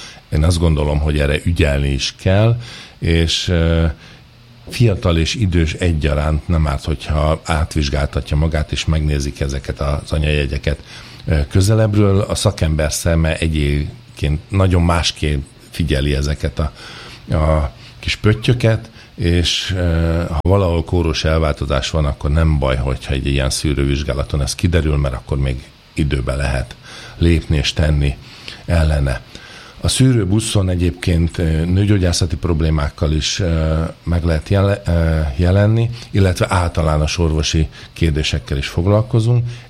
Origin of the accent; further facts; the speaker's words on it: Pest, Hungary; 50 kilométerre Budapesttől, hogy mi vidékiek vagyunk, de hát Pest megye legdélebbi, egyik legkisebb települése vagyunk